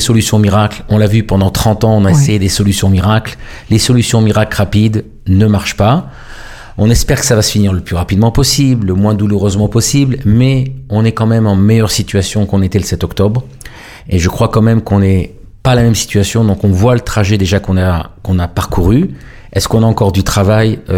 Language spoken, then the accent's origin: French; Paris, Île-de-France, France; moved away as an adult; now in Israel; moi j'ai grandi à Paris jusqu'à 18 ans.